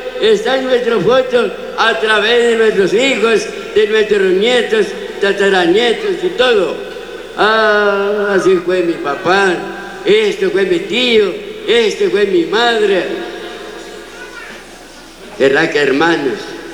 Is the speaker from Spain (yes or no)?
no; San Miguel Ixtahuacán, San Marcos, Guatemala